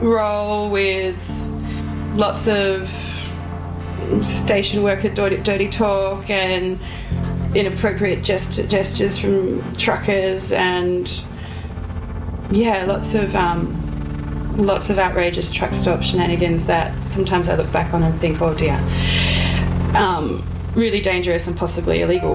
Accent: Mittagong, New South Wales, Australia; also born or lived in Sydney; now in Alice Springs, Australia; I'm from Mittagong, a town about an hour south of Sydney.

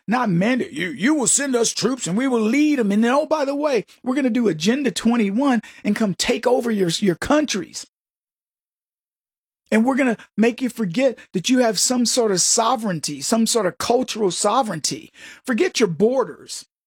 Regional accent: United States; I don't go there for the American part of it. I go there as an American going, let's go see the culture.

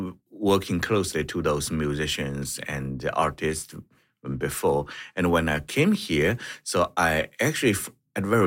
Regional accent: China; English is a second language; now in New Brunswick, Canada; Originally, I'm come from China.

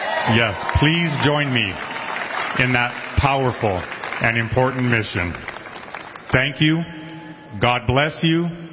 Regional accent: New Mexico, United States; I returned home to New Mexico, where I was born and raised to serve in the Albuquerque Police Department.

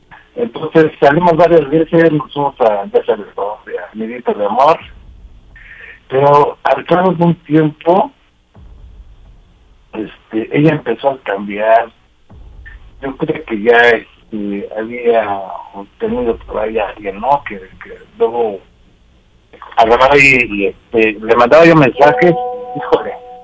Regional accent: Mexico City, Mexico; De la Ciudad de México.

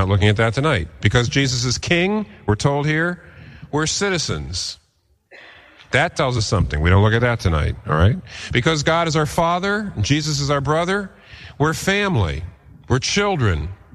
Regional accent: Pennsylvania, United States; I come from Pennsylvania. Pennsylvania is called the Keystone State.

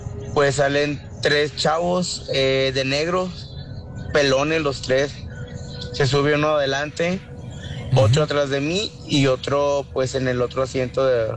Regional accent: Querétaro, Mexico; Acá mi compañero viene de Puebla, yo soy de Querétaro.

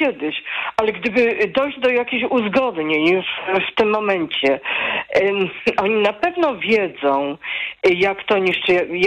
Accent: Kraków, Lesser Poland, Poland; usłyszałam, bo jestem z Krakowa

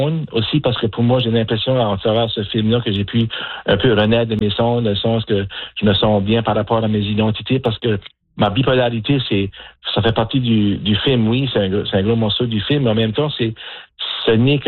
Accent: Canada; Puis aussi, mais je suis acadien, je suis père de famille, tout ça.

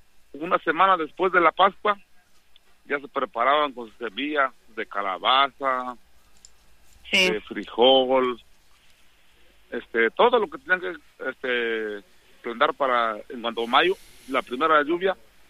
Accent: Santa María Tindú, Oaxaca, Mexico; Spanish is a second language; moved away; las calles de mi barrio, de mi pueblo, allá de Santa María Tindú, cuando nací, crecí, siempre he sido un hombre bien loco y vago

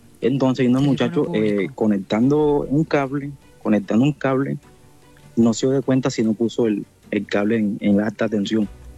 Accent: Puerto Escondido, Oaxaca, Mexico; now in Argentina; soy de Puerto Escondido, pero estoy acá en Argentina.

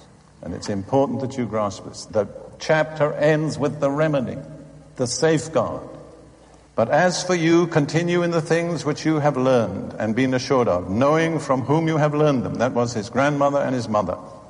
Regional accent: United Kingdom; moved away; I'm still British by background.

